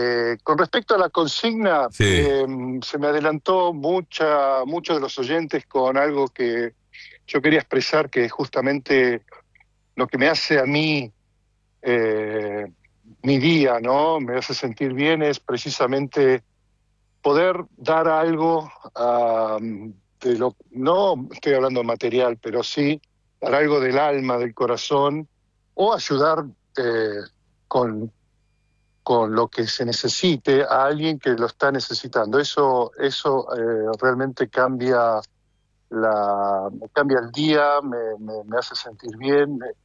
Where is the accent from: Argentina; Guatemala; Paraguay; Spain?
Argentina; now in North Holland, Netherlands